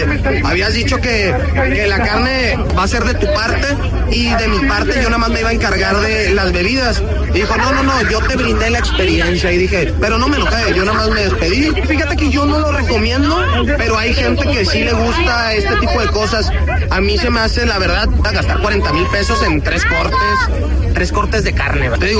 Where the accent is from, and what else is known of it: Monterrey, Nuevo León, Mexico